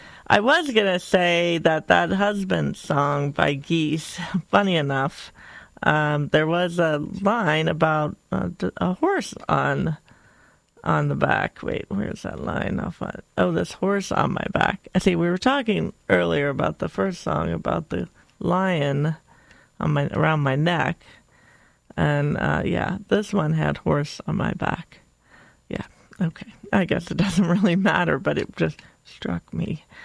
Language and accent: English; Ohio, United States; now in New Mexico, United States; So I don't meet many people from Ohio originally. That's where I grew up.